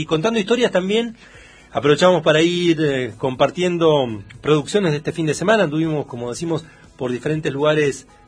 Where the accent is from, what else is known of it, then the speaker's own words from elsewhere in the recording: Argentina; nuestra cultura cárnica argentina